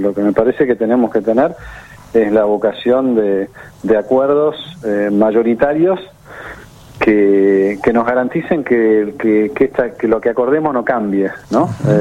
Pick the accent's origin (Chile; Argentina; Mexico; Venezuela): Argentina; me parece que como argentinos es un enorme regalo tener la posibilidad de, aunque sea por tres días, tener a un papa en la región, tener un papa en Argentina